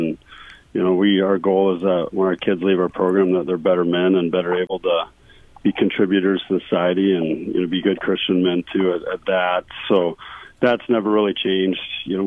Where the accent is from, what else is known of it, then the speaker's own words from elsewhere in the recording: Harrisburg, South Dakota, United States; moved away as an adult; also born or lived in Fargo / Kansas City / Pierre; now in Sioux Falls, United States; I grew up in Harrisburg, and then after I got married, you know, went around, went to a lot of different schools, and I got to coach up in Fargo, Kansas City, and then in Pierre before coming to O'Gorman